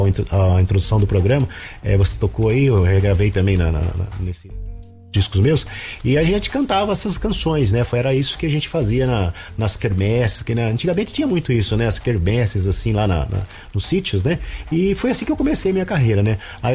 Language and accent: Portuguese; Conchas, São Paulo, Brazil; born there; Eu sou nascido em Conchas, que é uma cidade do interior de São Paulo. Isso, nasci em Conchas e depois de tantos anos voltei para minha cidade. Estou lá agora.